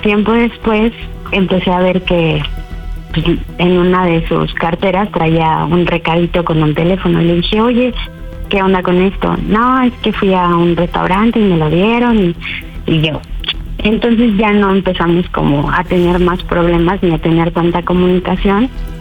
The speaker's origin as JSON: {"language": "Spanish", "town": "Cuernavaca", "region": "Morelos", "country": "Mexico", "said": "Tengo 38 años y soy de Cuernavaca."}